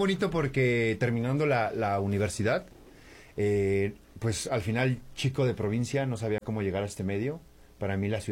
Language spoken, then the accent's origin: Spanish; Tampico, Tamaulipas, Mexico; now in Mexico City, Mexico; Hace 11 años me separé de ellos, cuando me vine de Tampico para acá, para Ciudad de México.